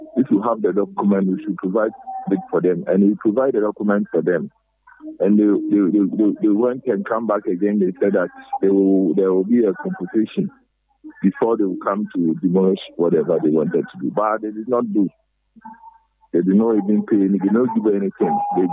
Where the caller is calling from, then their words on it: Ghana; I'm calling you from Kodoko, Madina area.